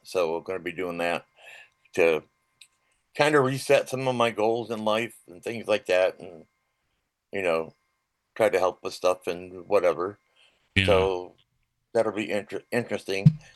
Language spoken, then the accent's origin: English; Perry, New York, United States; moved away; So that's in Perry, and my hometown.